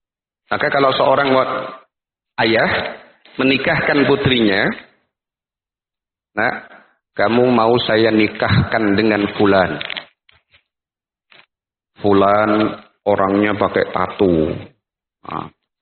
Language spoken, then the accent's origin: Indonesian; Medan, North Sumatra, Indonesia; Kalau itu sahih, berarti Gak boleh bagi kita orang Medan nikah sama orang Arab.